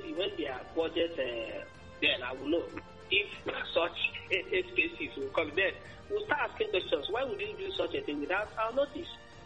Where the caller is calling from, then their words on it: Accra, Greater Accra, Ghana; I'm calling from Accra.